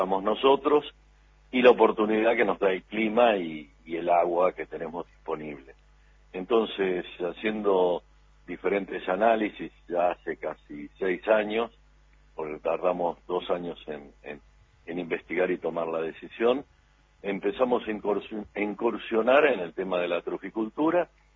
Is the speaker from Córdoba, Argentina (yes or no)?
no; Martínez de Hoz, Buenos Aires Province, Argentina; yo de un pueblito de Martínez de Os, a 20 kilómetros de distancia, sí, en el partido de Lincoln, ¿no?